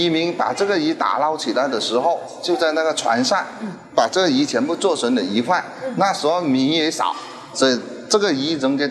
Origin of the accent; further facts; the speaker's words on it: Chaoshan, Guangdong, China; 我们潮汕人